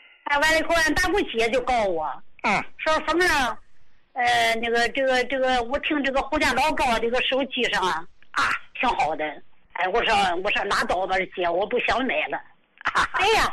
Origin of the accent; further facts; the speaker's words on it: Dalian, Liaoning, China; 我是大连的。